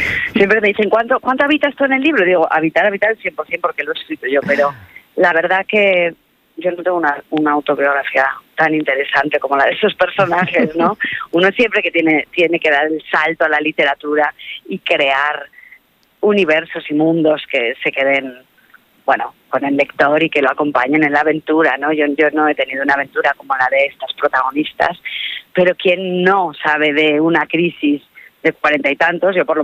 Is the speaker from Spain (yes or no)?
yes; Huesca, Aragon, Spain; Mi familia tenía una fonda en medio del monte, yo vengo de Wisconsin, de Huesca, y hablo de mi tierra, de los ríos, de las cerezas que comí, de los cielos que vi en el verano